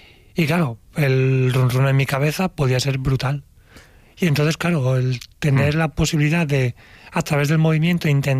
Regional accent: Valencia, Valencian Community, Spain; yo soy de Valencia, aquí en Valencia, empezaba un poco a despegar el boom del running

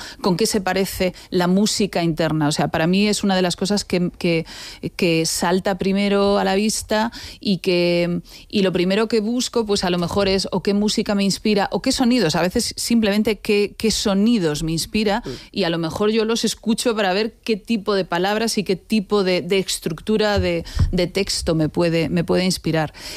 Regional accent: A Coruña, Galicia, Spain; Soy gallega de digámoslo, Coruña. Digámoslo, soy gallega. Gallega de A Coruña.

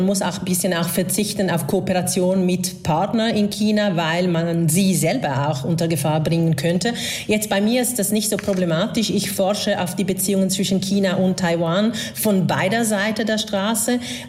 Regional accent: Venice, Veneto, Italy; moved away; ich habe in 97 in Venedig, daher wo ich komme, aus Italien, angefangen zu studieren

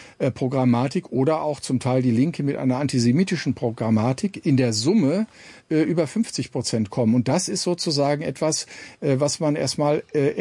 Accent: North Rhine-Westphalia, Germany; ich meine, ich komme aus Nordrhein-Westfalen.

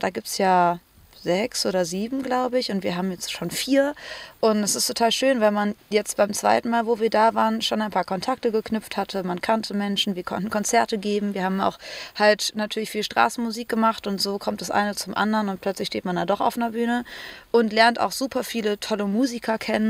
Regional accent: Cologne, North Rhine-Westphalia, Germany; Ich komme eigentlich aus Köln, er kommt aus Flensburg

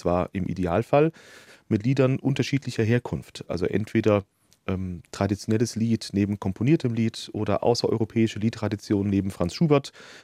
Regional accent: Limburg an der Lahn, Hesse, Germany; Und der Sitz der Gesellschaft Dietstadt GUG ist in Limburg an der Lahn, meiner Heimatstadt.

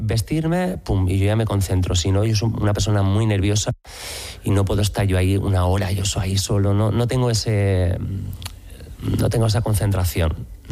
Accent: L'Hospitalet de Llobregat, Catalonia, Spain; born there; also born or lived in a village in the province of Seville, Andalusia; Tengo varios recuerdos de mi pueblo, pero sí que tengo ya los recuerdos más potentes son cuando llego a Barcelona, ¿no? Con 4 años.

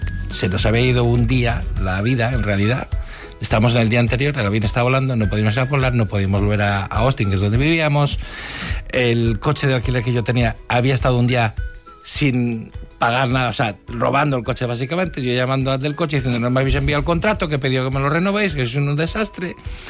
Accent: Spain; somos españoles.

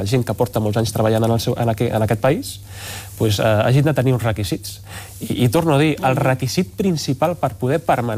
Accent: Badalona, Catalonia, Spain; vostè sap que jo sóc de Badalona

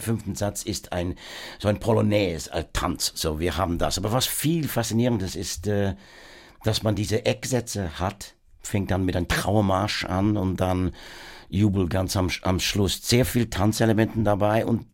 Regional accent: Worcester, West Midlands, United Kingdom; German is a second language; moved away; ich bin natürlich in Worcester aufgewachsen.

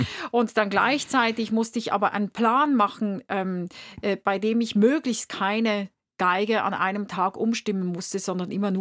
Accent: Winterthur, Zurich, Switzerland; born there; Und es gibt aus meiner Geburtsstadt in Winterthur gibt es eine Stiftung, die hat ein Steiner Quartett.

